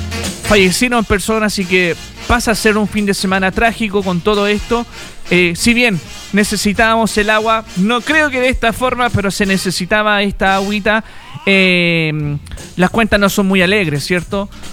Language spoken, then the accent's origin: Spanish; Chile; lo porfiado que somos los chilenos